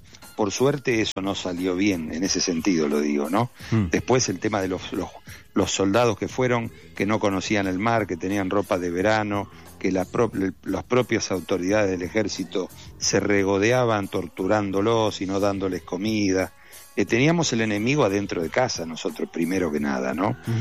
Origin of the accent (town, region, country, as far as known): Argentina